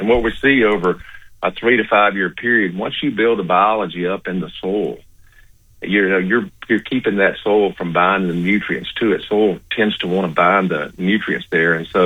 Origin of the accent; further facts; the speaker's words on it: Louisiana, United States; accent: Louisiana; Grew up on a farm in Louisiana. You can tell by this accent. I've moved many places, but my accent always moved with me.